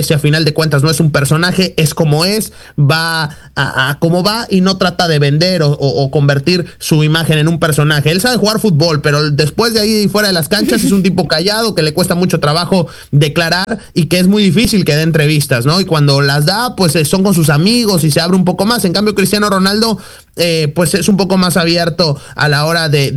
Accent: Mexico; así somos los mexicanos.

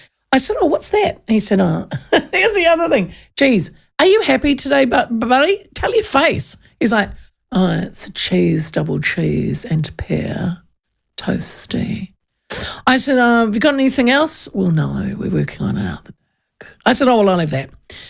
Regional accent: Hastings, Hawke's Bay, New Zealand; my hometown of Hastings.

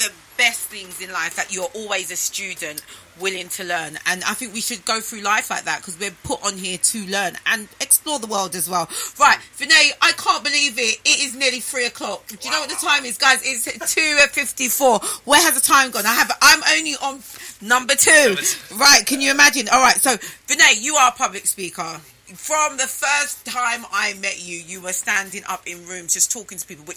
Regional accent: Jamaica; now in United Kingdom; being a Jamaican in the UK, and, you know, just showing people that they can do it.

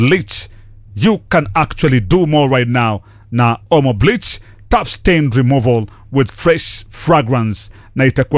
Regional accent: Kenya; Sisi ni wa Kenya

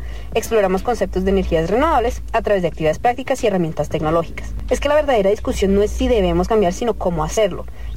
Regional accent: Colombia

